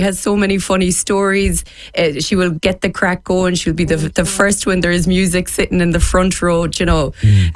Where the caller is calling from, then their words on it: Ballycastle, Northern Ireland, United Kingdom; I'm from Ballycastle.